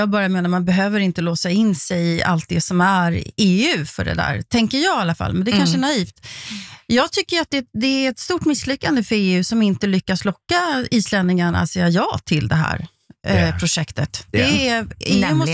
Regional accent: Sweden; Men jeg mener jo som svensk

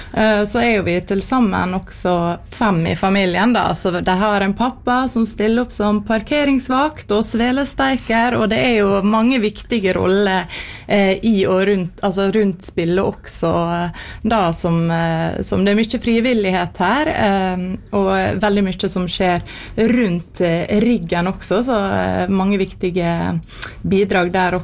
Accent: Giske, Møre og Romsdal, Norway; jeg er fra Giske og vokst opp med spillet

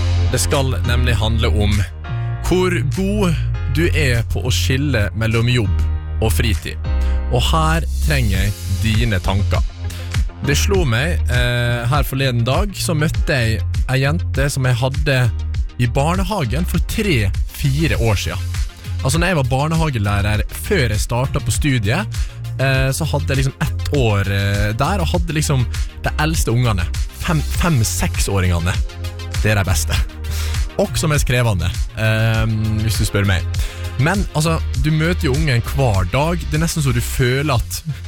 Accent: Flemsøy, Møre og Romsdal, Norway; Ok, jeg hadde en fastlege hjemme på Flemsøy når jeg var liten. Og da er det lett for at man møter på det aller fleste når man kjører fra en liten plass.

